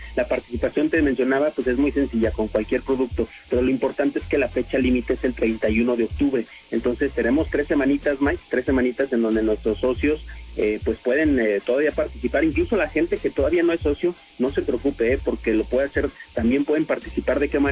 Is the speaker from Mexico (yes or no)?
yes; Mexico; nos hace como mexicanos